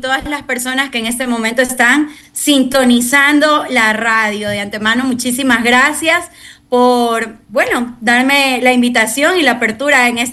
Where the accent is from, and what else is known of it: Vinces, Los Ríos, Ecuador